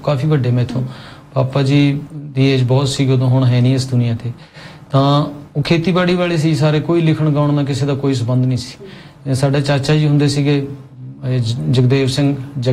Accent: Mahabaddar, Punjab, India; now in Bathinda, India; ਮੇਰਾ ਪਿੰਡ ਤਾਂ ਮੁਕਤਸਰ ਸਾਹਿਬ ਦੇ ਨਾਲ ਹੈ ਜੀ ਮਹਾਬੱਦਰ ਪਿੰਡ ਮੈਂ ਗੀਤਾਂ ਦੇ ਵਿੱਚ ਵੀ ਪਾਉਣਾ ਉਹ ਤੇ ਰਹਾਇਸ਼ ਬਠਿੰਡਾ ਤੇ ਮੈਂ ਬਸ 10ਵੀਂ ਪਿੰਡ ਤੋਂ ਕੀਤੀ

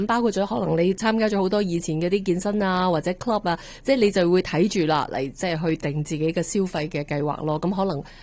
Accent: Canada; 咁但係我哋加拿大人又對於房屋嚟講嗰個嘅需求咧，就一路都係有嘅，因為始終我哋都要住。

